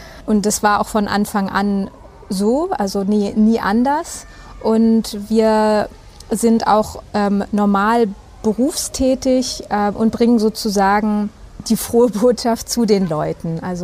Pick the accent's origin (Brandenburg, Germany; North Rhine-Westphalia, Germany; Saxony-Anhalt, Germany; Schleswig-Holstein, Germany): Brandenburg, Germany; Fürstenwalde; Also ich bin in Fürstenwalde aufgewachsen, nicht geboren, um genau zu sein, aber ich war mein ganzes Leben lang sozusagen in Fürstenwalde. Meine Familie ist nicht katholisch, sondern atheistisch, wie das auch eigentlich damals in Fürstenwalde normal war.